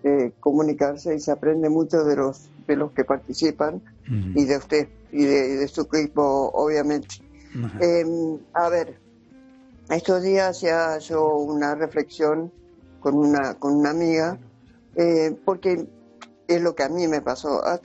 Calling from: Entre Ríos, Argentina; de Entre Ríos.

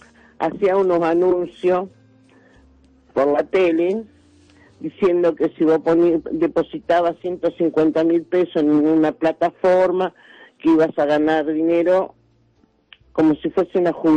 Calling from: Campana, Buenos Aires Province, Argentina; De Campana.

